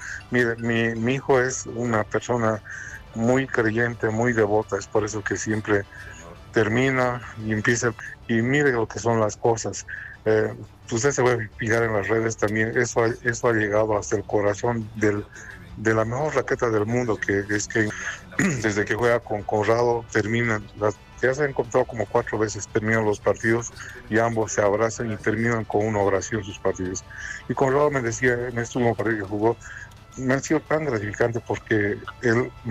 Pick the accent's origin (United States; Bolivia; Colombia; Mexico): Bolivia; nos sentimos bolivianos, seguimos abrazando esa bandera y la verdad nos sentimos felices de decir soy boliviano